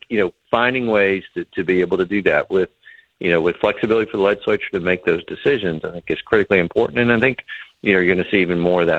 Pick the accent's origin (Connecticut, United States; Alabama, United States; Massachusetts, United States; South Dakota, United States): Alabama, United States; I'm from North Alabama.